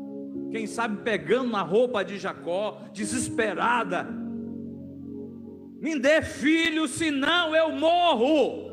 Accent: Salvador, Bahia, Brazil; moved away; O soteropolitano como eu, soteropolitano, né?

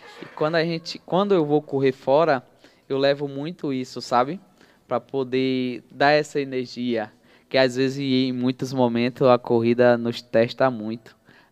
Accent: Maceió, Alagoas, Brazil; moved away; Maceió, minha cidade natal

